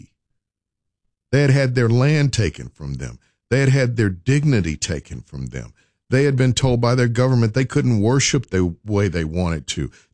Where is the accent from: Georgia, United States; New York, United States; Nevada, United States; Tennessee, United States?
Tennessee, United States; I am a, fourth or fifth generation Tennessean.